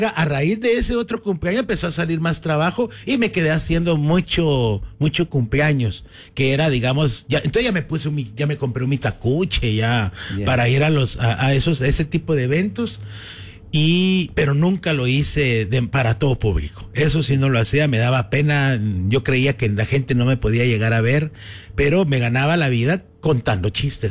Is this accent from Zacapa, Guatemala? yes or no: yes; Zacapa, Guatemala; Tal vez por ser de Zacapa, me ha gustado contar cuentos, chistes, historias.